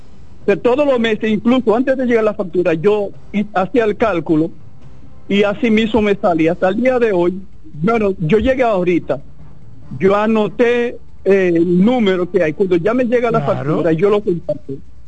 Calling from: Los Alcarrizos, Santo Domingo, Dominican Republic; Yo vivo en Los Alcarizos

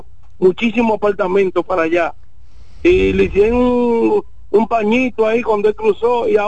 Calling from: Santo Domingo Este, Santo Domingo, Dominican Republic; yo soy de Santo Domingo Este, de aquí, vivo aquí en Hato Nuevo

